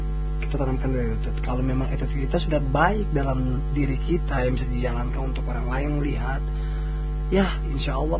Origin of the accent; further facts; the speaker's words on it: Ambon, Maluku, Indonesia; Di sini juga kita Ambon